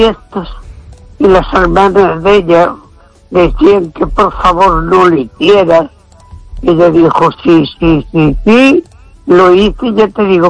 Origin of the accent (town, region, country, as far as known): A Coruña, Galicia, Spain